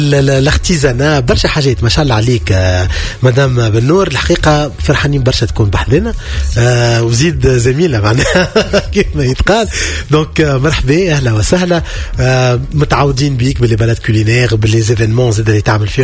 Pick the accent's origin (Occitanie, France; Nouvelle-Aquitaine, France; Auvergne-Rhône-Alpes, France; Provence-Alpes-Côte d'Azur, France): Provence-Alpes-Côte d'Azur, France; Marseille; Je suis tout le temps, je suis de Marseille, justement. Je suis de Marseille